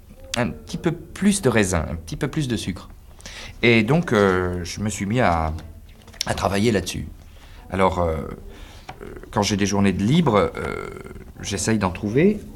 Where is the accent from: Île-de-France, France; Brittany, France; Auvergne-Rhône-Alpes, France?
Île-de-France, France; Paris; je suis donc indirectement originaire du sud-ouest, puisque bon, mon père y est né, mais j'ai vécu toute mon enfance à Paris.